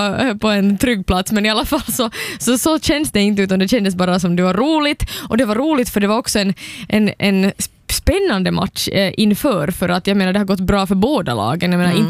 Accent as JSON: {"language": "Swedish", "country": "Finland", "said": "Vi är ju vana som finländare att vara alltid underdogs."}